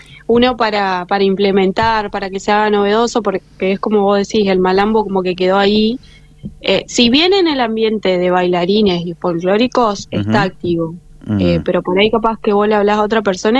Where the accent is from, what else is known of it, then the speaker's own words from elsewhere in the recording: Santa Fe, Argentina; si bien soy santafesina